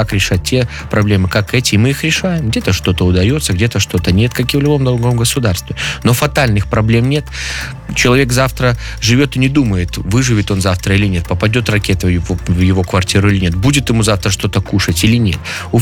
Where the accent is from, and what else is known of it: Belarus